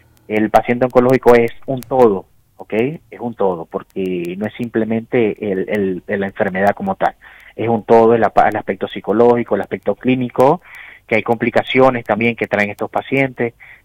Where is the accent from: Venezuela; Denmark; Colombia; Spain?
Venezuela; moved away as an adult; also born or lived in Peru; now in Patagonia, Argentina; Soy venezolano.